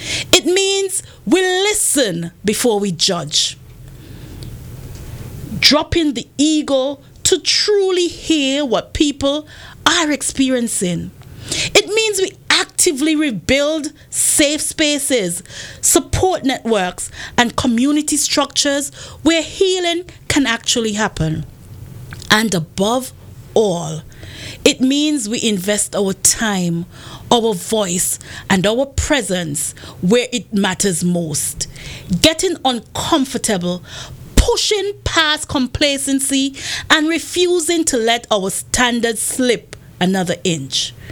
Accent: Montserrat; moved away; Montserrat, my hometown, the Emerald Isle of the Caribbean

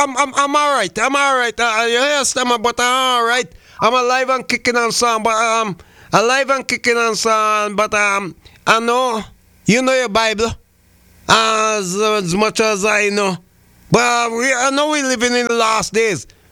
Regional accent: St. Vincent & Grenadines; now in Antigua and Barbuda; my hometown, St. Vincent and the Grenadines

